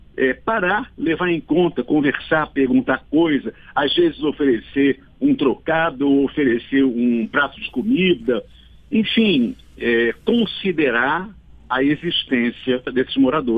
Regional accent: Rio de Janeiro, Brazil; moved away; eu sou carioca, eu nasci e me criei em Copacabana, e hoje mesmo, já há um bom tempo, eu tenho também um apartamento em Copacabana, então eu passo temporadas em Copacabana

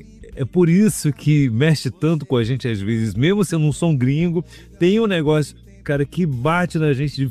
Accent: Minas Gerais, Brazil; eu sou mineiro, mas minha esposa é carioca

